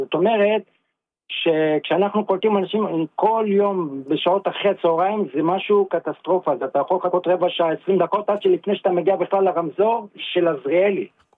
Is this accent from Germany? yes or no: no; Ariel, West Bank, Palestine; אני מאריאל, אבל דעתי אתה שפו ואתה ממש מעולה לעיר תל אביב.